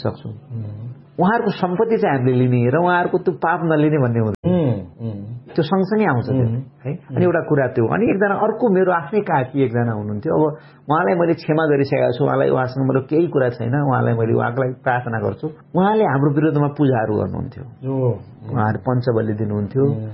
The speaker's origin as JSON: {"language": "Nepali", "town": "Surkhet", "region": "Karnali Province", "country": "Nepal", "tie": "born or raised there", "said": "त्यो सपना यहाँ सुते तापनि म सुर्खेतको देखेँ जुन घरमा म जन्मेको हुर्केको ठाउँ थियो."}